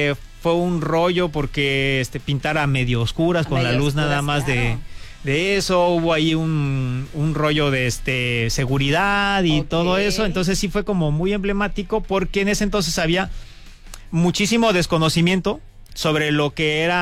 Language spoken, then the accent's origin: Spanish; Coyuquilla Norte, Guerrero, Mexico; mi pueblo, Coyuquilla Norte, un pueblo hermosísimo en la Costa Grande, aquí del estado de Guerrero, perteneciente al municipio de Petotlán